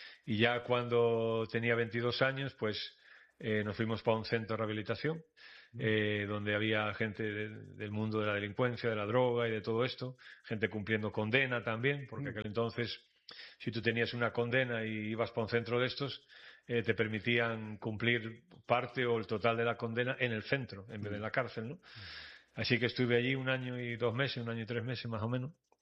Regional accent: Vigo, Galicia, Spain; yo nací allí en España, ¿no? En España, y en una ciudad que se llama Vigo. Y el barrio donde nosotros crecimos, ¿no? Nosotros éramos cinco hermanos.

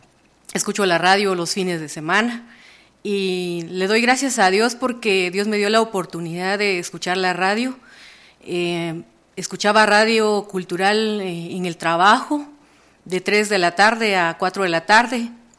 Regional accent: Las Delicias, Guatemala; Venimos de Aldea Las Delicias, allá vivimos, allá trabajamos y allá escuchamos la radio cultural.

